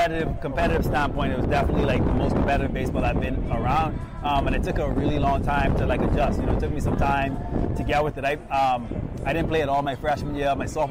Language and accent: English; Bahamas; Yeah, I mean, like, obviously it's a lot more laid back than New York, I'll tell you that, you know what I mean? And so definitely a real calm lifestyle. But grew up playing fast-paced softball.